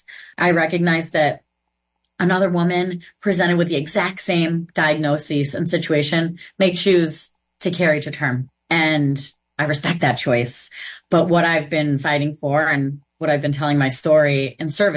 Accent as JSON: {"language": "English", "region": "Massachusetts", "country": "United States", "tie": "born or raised there", "said": "And I'm in Boston. And I think, travel where? Where am I going to go? You know, I grew up in Massachusetts. I worked for a while in New York State."}